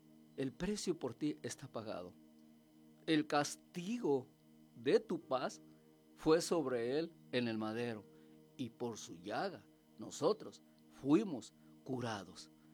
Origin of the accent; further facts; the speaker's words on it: Mexico; nuestro México